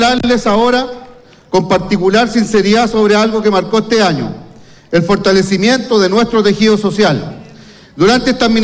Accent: Chile; hoy celebramos también nuestra identidad como chilenos.

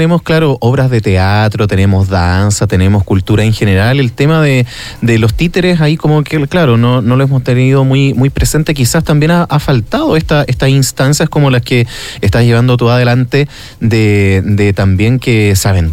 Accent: Los Vilos, Coquimbo, Chile; Para quienes somos acá de Los Vilos

